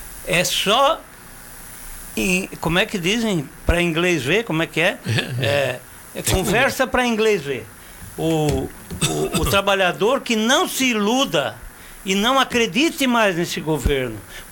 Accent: Brazil; nós não somos Suíça, nós não somos Espanha, nós não somos Inglaterra, nós somos Brasil

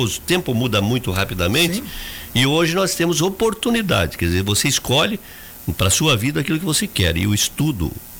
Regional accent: Campos Novos, Santa Catarina, Brazil; born there; Eu nasci em Campos Novos, lembro, no meio oeste de Santa Catarina, uma pequena cidade, que hoje é média, que é Campos Novos.

